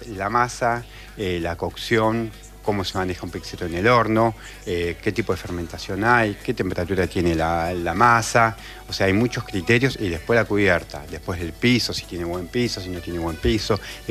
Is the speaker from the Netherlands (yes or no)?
no; Argentina; En el Mundial de Parma, en 2025, fui convocado por la selección argentina, donde fuimos 12 maestros pizzeros y ahí quedé clasificado como mejor argentino.